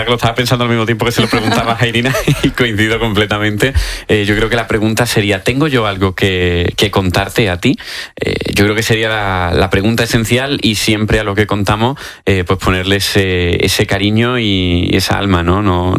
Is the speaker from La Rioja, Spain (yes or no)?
no; Córdoba, Andalusia, Spain; yo soy de Córdoba